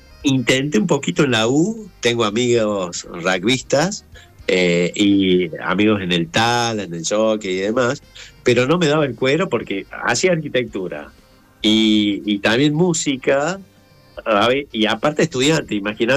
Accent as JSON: {"language": "Spanish", "region": "Jujuy", "country": "Argentina", "tie": "born or raised there", "moved": "as an adult", "lives_now": "Córdoba, Argentina", "said": "nunca me imaginé viniendo de Jujuy, llegar a me siento un cordobés, ya sinceramente."}